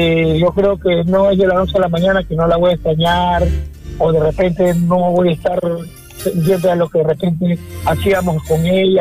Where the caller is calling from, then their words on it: Callao, Peru